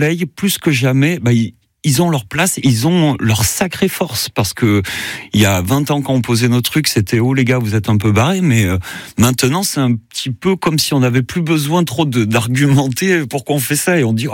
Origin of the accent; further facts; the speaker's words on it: Auvergne-Rhône-Alpes, France; moved away as an adult; also born or lived in Clermont-Ferrand / Tourcoing; Je suis né dans le Cantal. En Auvergne, donc la campagne, bien la campagne.